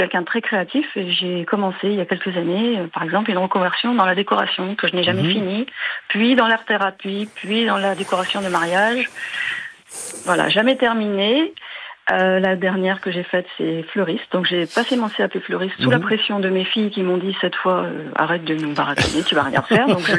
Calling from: La Bonneville-sur-Iton, Normandy, France; J'habite la Bonneville-sur-Iton en Normandie.

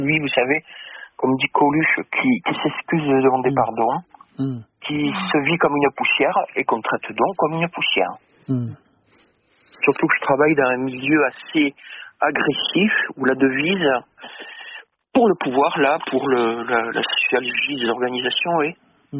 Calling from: Bordeaux, Nouvelle-Aquitaine, France; Alors moi j'appelle de Bordeaux.

